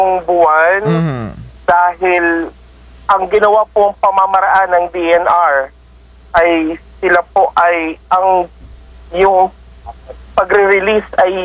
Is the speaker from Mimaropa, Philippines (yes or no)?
yes; Mimaropa, Philippines; sa amin sa Marinduque